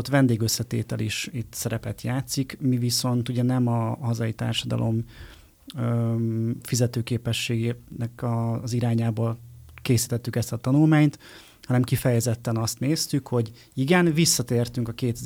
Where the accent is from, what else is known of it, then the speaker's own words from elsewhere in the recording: Lake Balaton area, Hungary; én a Balatonnál nőttem föl